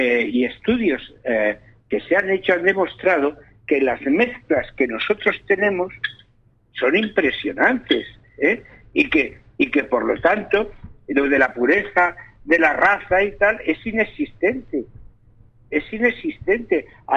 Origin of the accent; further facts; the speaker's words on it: Catalonia, Spain; siendo un catalán, nacido en Cataluña y gustándole Cataluña y queriendo a Cataluña...